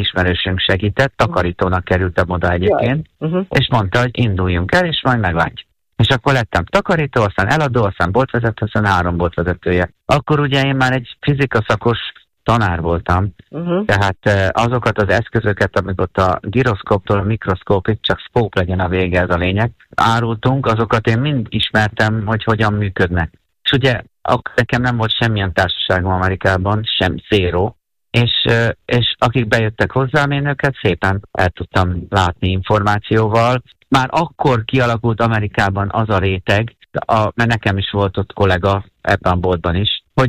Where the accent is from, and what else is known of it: Hungary; born there